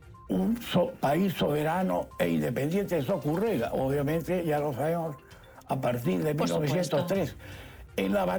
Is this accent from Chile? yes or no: no; Panama; incluyéndome a mí, si me lo permiten, porque yo soy panameño.